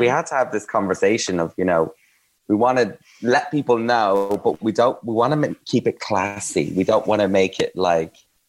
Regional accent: Ireland; I'm Irish.

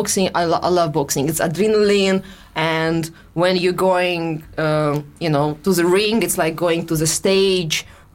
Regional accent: Russia; accent: Russian; I think it's my Russian accent, because truly when I sing...

